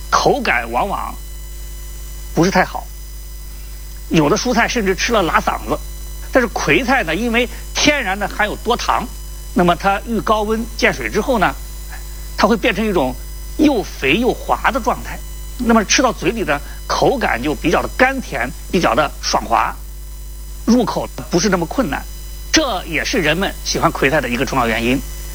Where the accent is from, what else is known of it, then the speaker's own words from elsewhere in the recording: China; 我们中国人呢都熟知一句名言